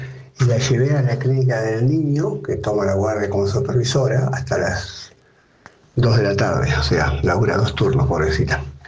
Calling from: Mar del Plata, Buenos Aires Province, Argentina; de Mar del Plata.

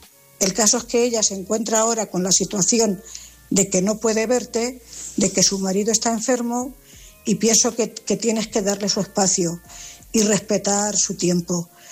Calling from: Cuenca, Castilla-La Mancha, Spain; corresponsal de Cuenca.

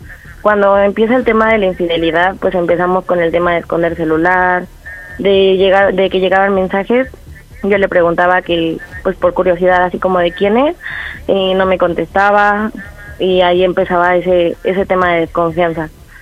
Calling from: Venustiano Carranza, Mexico City, Mexico; 31 años y soy de Venustiano Carranza.

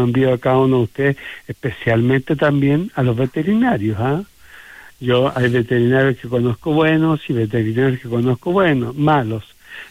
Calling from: Salamanca, Coquimbo, Chile; Yo vengo desde Salamanca, en un valle hermoso, precioso

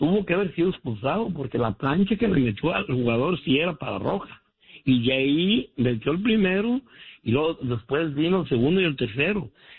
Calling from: Los Angeles, California, United States; Buenos días, de acá de Los Ángeles, California.

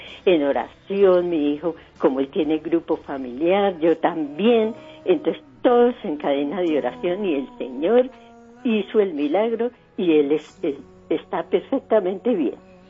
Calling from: Bogotá, Colombia; Yo estoy aquí en Bogotá, en Gran Granada.

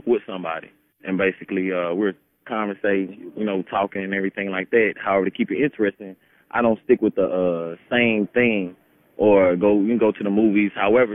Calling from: Montgomery, Alabama, United States; I'm calling from Montgomery, Alabama right now.

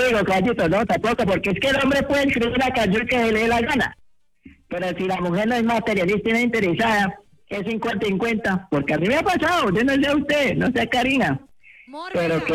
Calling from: Dubai, United Arab Emirates; Te hablo de Dubái.

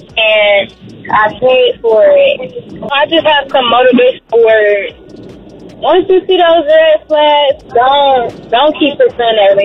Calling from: Atlanta, Georgia, United States; I'm calling from Atlanta, Georgia.

